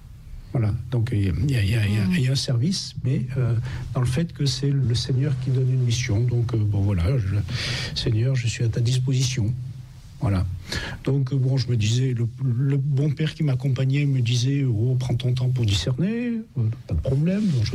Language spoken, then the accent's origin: French; Montpellier, Occitanie, France; born there; Je suis né à Montpellier, qui est la ville d'origine de la famille, mais j'y suis né pendant les vacances, et j'y ai en fait jamais habité, si ce n'est le service militaire, quoi.